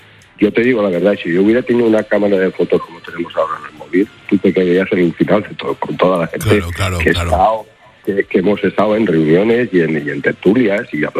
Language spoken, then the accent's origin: Spanish; Gandia, Valencian Community, Spain; Es una de las cosas, yo desde entonces, yo soy de Gandía. Aquí en Gandía, toda la gente de la época aquella, todos amigos míos